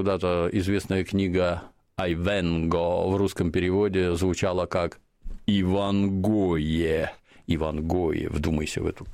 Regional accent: Russia; Вот вы сочиняете смешные шутки, как я из России приезжаю в гостиницу, а вы там моете унитазы.

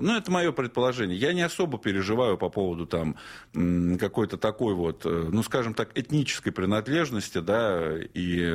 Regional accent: Russia

